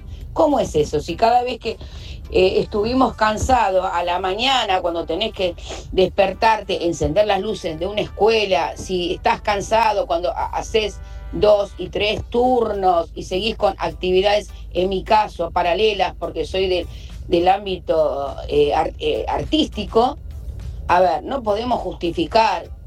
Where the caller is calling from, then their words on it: Gregorio de Laferrere, Buenos Aires Province, Argentina; de La Matanza de la Ferrere.